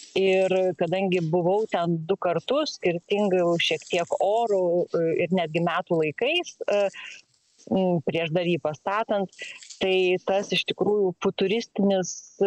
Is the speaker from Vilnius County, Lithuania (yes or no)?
yes; Vilnius, Vilnius County, Lithuania; esu Vilnietė